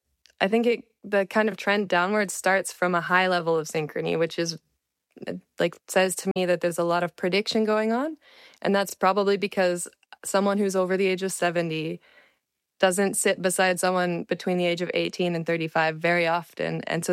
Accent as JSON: {"language": "English", "country": "Canada", "said": "I'm from Canada.\""}